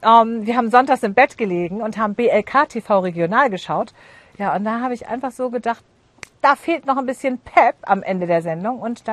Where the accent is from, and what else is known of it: Hamburg, Germany; born or raised there